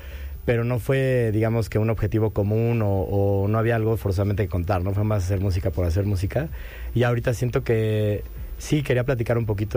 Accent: Mexico; accent: Mexican; que lo primero que te digan, ¡ajá, mexicano!, ¿no? Nada más porque te agarran en corte el acento.

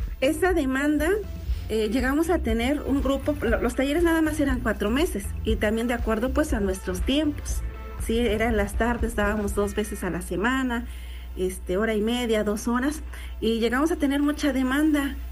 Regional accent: San Luis, Puebla, Mexico; Spanish is a second language

